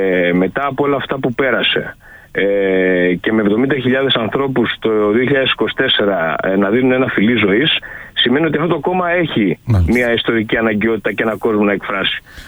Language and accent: Greek; Xylokastro, Peloponnese, Greece; η πατρίδα μου, Ηρακλής Ξυλοκάστρου.